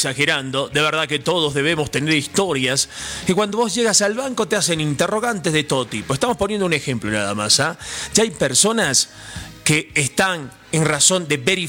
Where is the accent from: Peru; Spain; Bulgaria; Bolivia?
Bolivia; Si al final todos somos bolivianos